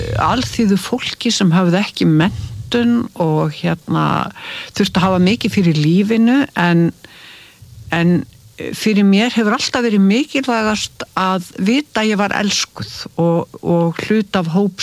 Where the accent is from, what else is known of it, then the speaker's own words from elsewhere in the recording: Hornuþorp, Capital Region, Iceland; Ég er sem sagt ólst upp í Hornuþorpi sem að fæstir vita hafi verið til. Það var fyrir neðan Grafarholt, það sem golföllurinn í Grafarholt er núna.